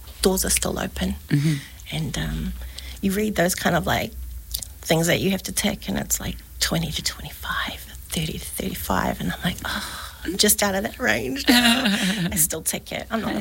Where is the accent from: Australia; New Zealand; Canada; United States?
New Zealand; Burnham, Canterbury; I'm an army brat, born and raised in Burnham Army Camp. Didn't grow up Māori.